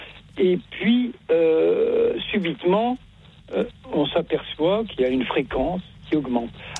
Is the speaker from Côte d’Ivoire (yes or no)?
no; Lyon, Auvergne-Rhône-Alpes, France; je suis originaire de Lyon, d'accord, c'est curieux.